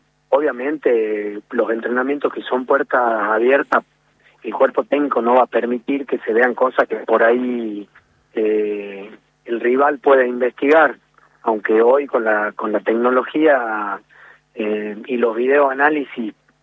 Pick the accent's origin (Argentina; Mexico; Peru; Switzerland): Argentina; Nosotros como argentinos lo vivimos